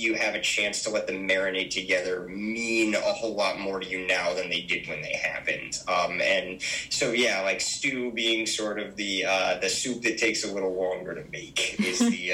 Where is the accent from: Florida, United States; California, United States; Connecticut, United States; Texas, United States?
Connecticut, United States; Naugatuck; We're from Naugatuck, Connecticut, which is, if you're not aware, a tiny little borough that's attached to Waterbury and over in New Haven County.